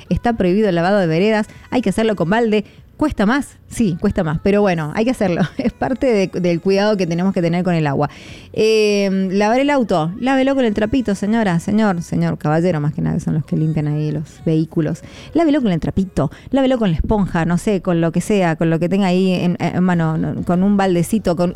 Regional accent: Mendoza, Argentina; todos somos vecinos acá, mendocinos

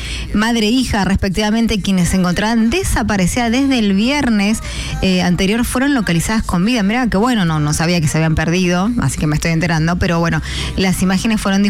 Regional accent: Argentina

